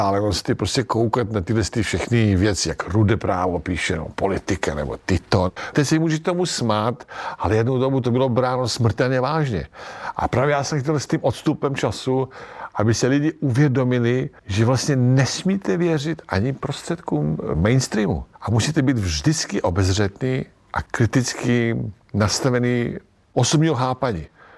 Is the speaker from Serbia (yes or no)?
yes; Serbia; now in Czech Republic; já jsem hrdý na to, že jsem Srb a stejně jsem hrdý, že mám české občanství.